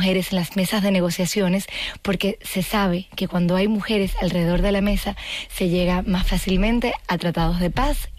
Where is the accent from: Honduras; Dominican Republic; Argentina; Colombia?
Dominican Republic; Caribbean; also born or lived in Madrid, Spain; Y de hecho crecí en el Caribe. Mi mamá es dominicana y viví en Madrid hasta hace poco, y me siento muy española.